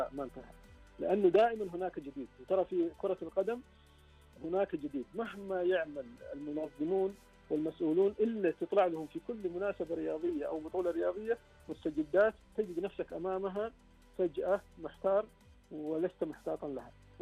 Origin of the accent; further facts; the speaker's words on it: Saudi Arabia; لأن إحنا سعودية في المبادئ، سعودية في القيم